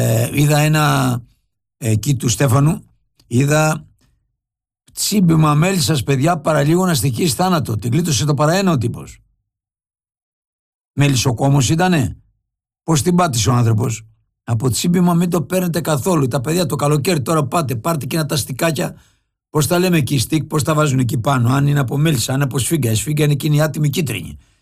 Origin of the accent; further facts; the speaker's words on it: Lefkada, Ionian Islands, Greece; περάσαμε από τη Λευκάδα πριν για να κάνω μία προπόνηση. Από τα μέρη μου.